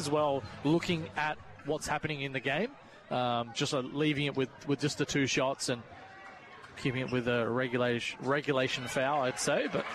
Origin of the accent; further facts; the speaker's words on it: Bristol, South West England, United Kingdom; born there; moved away; I was born in Bristol and a big fan of the Bristol Flyers.